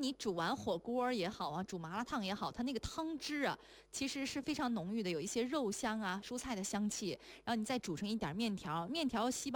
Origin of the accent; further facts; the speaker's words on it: Northeast China, China; 我是东北人